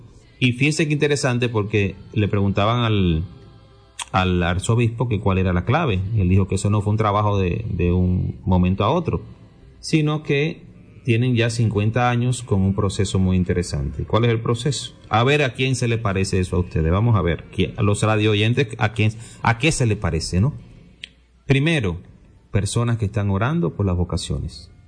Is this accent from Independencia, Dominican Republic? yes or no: no; Salcedo, Hermanas Mirabal, Dominican Republic; mi tierra de Salcedo, mi gente de Salcedo